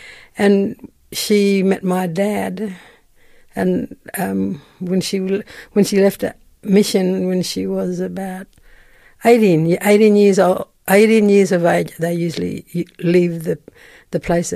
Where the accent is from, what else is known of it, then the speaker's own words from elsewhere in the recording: Carnarvon, Western Australia, Australia; I originally come from Carnarvon, up in the Gascoyne region. Born and bred in that town.